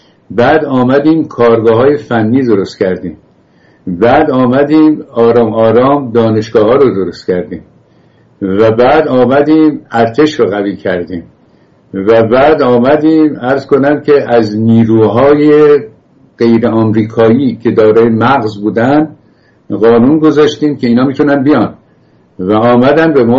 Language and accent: Persian; Iran; گفت کجایی هستی، گفتم ایرانی